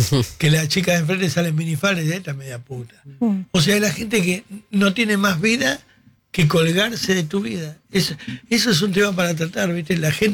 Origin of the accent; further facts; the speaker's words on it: Argentina; Tenemos un país bárbaro. Yo cuando era chico, este país era el granero del mundo.